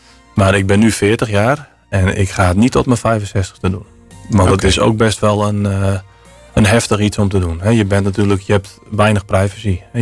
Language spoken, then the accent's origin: Dutch; Franeker, Friesland, Netherlands; now in Sexbierum, Netherlands; ik ben opgegroeid in Franeker. Ik ben een echte Franeker van origine.